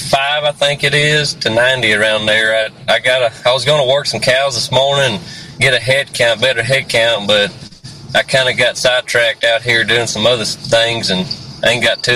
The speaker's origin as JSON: {"language": "English", "town": "San Antonio", "region": "Texas", "country": "United States", "tie": "born or raised there", "said": "Born and raised in Santone. Grew up in Selma."}